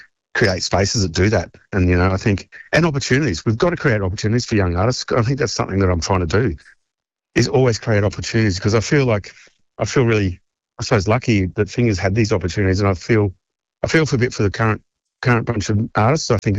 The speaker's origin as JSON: {"language": "English", "town": "Brisbane", "region": "Queensland", "country": "Australia", "tie": "born or raised there", "said": "Well, it's my hometown, for starters."}